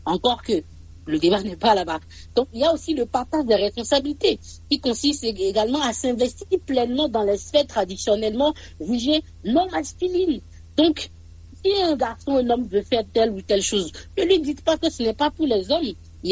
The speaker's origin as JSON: {"language": "French", "country": "Benin", "said": "chez nous, en Afrique, particulièrement au Bénin"}